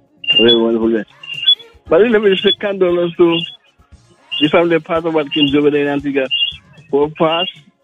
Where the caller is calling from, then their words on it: Montserrat; I'm living in CA Montserrat.